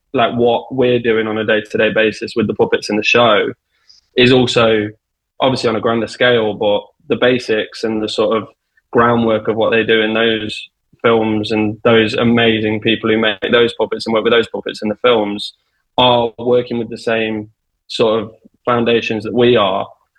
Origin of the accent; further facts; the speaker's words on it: Derby, East Midlands, United Kingdom; I'm from the Midlands, sort of around Derby area.